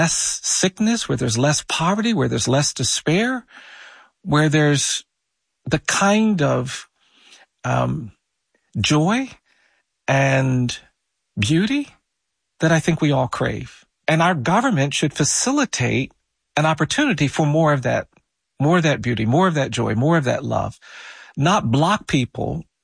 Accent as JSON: {"language": "English", "country": "United States"}